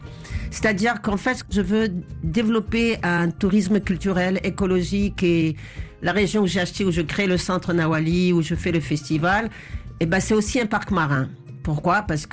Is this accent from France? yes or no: no; Moroni, Grande Comore, Comoros; born there; je suis né à Moroni.